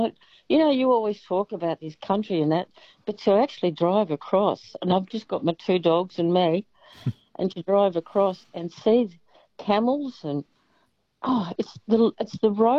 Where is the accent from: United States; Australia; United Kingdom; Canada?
Australia; Mount Taylor, Victoria; And I'm from Mount Taylor over in Far East Gippsland.